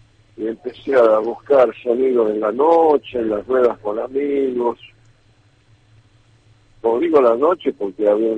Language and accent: Spanish; Argentina; moved away as an adult; also born or lived in São Paulo, Brazil